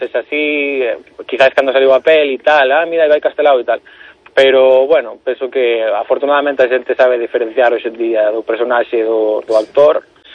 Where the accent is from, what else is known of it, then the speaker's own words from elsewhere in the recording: Galicia, Spain; e iso, bueno, que creo que como galegos temos que estar orgullosos, non?